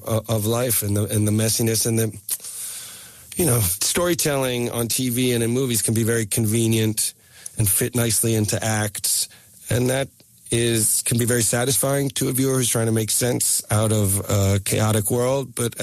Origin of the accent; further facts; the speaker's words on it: New England, United States; You know, I was raised in New England.